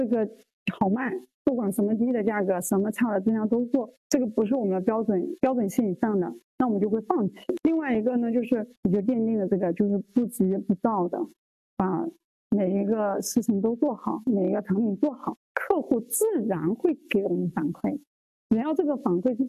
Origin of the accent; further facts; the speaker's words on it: Yunhe, Zhejiang, China; now in Yiwu, China; 作为土生土长的云和人